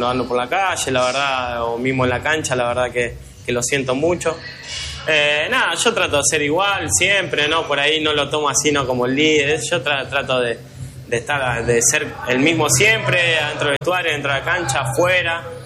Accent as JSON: {"language": "Spanish", "town": "Quilmes", "region": "Buenos Aires Province", "country": "Argentina", "tie": "born there"}